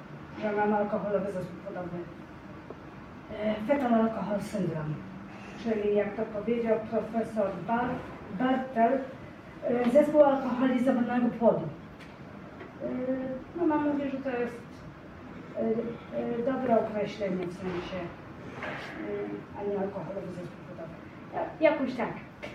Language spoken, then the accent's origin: Polish; Toruń, Kuyavian-Pomeranian Voivodeship, Poland; born there; also born or lived in Łódź; bo jestem z Łodzi. Mnie znalazł w szpitalu zakaźnym. I z tego, co mi opowiadali, to minęło równo 9 miesięcy, kiedy oni się zdecydowali, najpierw był mój starszy brat Paweł, a po 9 miesiącach przybyłam ja do Turnia.